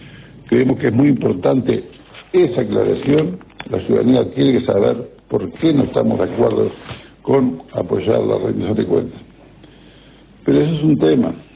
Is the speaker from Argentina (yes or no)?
no; Uruguay; somos uruguayos.